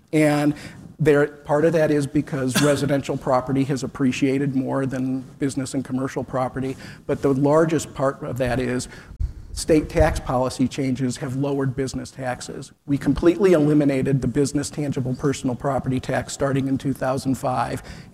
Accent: Cleveland Heights, Ohio, United States; I grew up in Cleveland Heights.

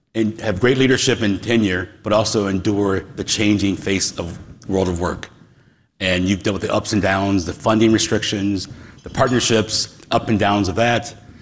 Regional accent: Wisconsin, United States; now in Pittsburgh, United States

